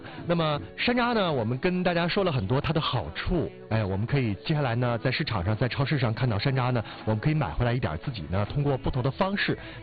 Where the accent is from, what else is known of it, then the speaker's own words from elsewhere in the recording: Jilin, China; 那你看我是吉林的